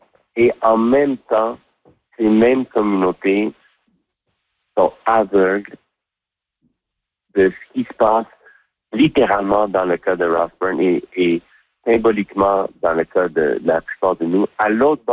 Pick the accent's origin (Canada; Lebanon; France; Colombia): Canada; pour essayer de comprendre en tant que Canadien comment est-ce qu'on peut mieux se comprendre.